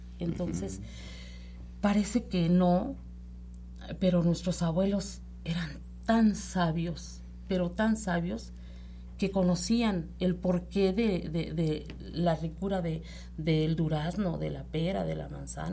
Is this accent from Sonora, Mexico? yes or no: no; Yancuitlalpan, Puebla, Mexico; porque yo soy de Yanquitlalpan, así, ahí nací, es mi pueblo natal.